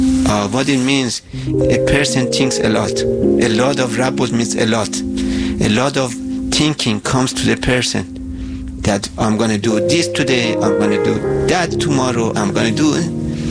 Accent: Iran; English is a second language; now in United States

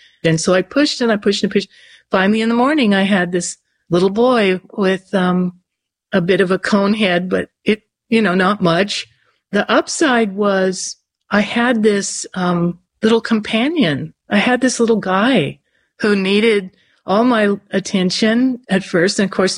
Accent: California, United States; she's from Wyoming and I'm from California

